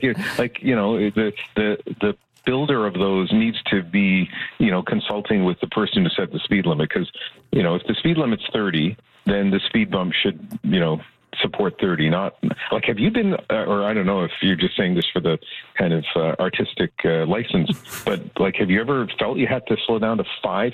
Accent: Canada; born there; In small town New Brunswick and Nova Scotia, it was, at least when I was growing up, a magical time to have the fair come in.

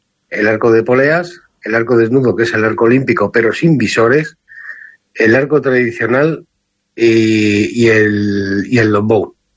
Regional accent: Ávila, Castile and León, Spain; ¿cómo lo hacemos en mi pueblo? Bueno, Ávila, joder, ya que he quedado campeón de España y tal

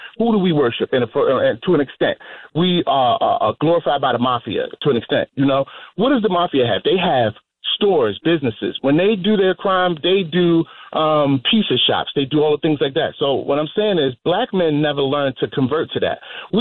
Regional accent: Baltimore, Maryland, United States; Like I grew up, I'm from Baltimore, so I grew up in the streets for real.

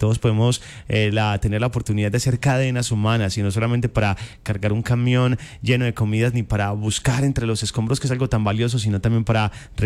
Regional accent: Colombia; somos colombianos

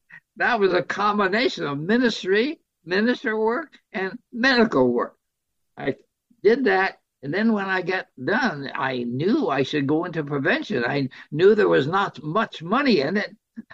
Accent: China; But the reason I got into this public health business was my bringing up in China. I grew up in China

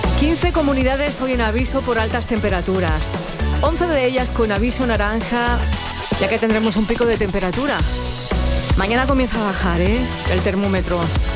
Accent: Granada, Andalusia, Spain; desde mi tierra, desde mi Granada

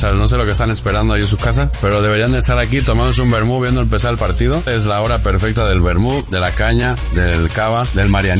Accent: Spain; now in Mexico City, Mexico; somos varios socios que somos españoles

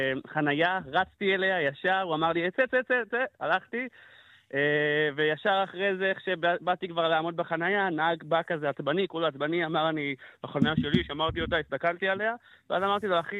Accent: Central District, Israel; אני מהמרכז, ואנחנו אומרים אבן יאו.

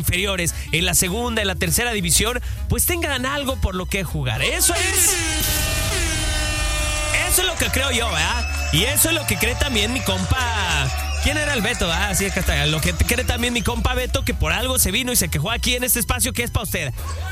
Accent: Mexico

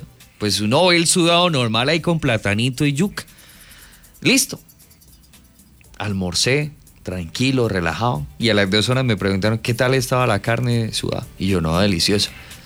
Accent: Santander, Colombia; Y yo soy bien santandereano.

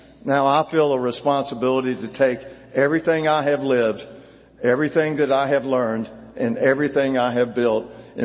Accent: Atlanta, Georgia, United States; I grew up in the Techwood Projects in Atlanta.

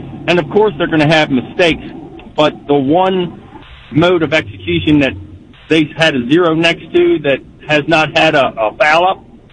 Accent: Lewes, Delaware, United States; I'm from Lewis, Delaware.

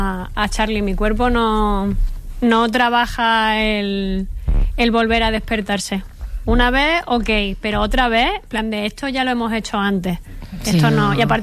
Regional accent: Andalusia, Spain; Claro, es que yo soy andaluza, pero no practicante.

